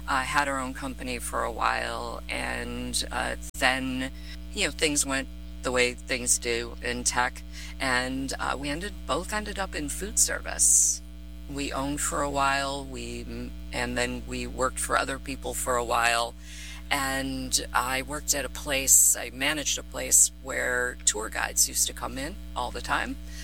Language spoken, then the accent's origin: English; New York City, New York, United States; I'm a New Yorker.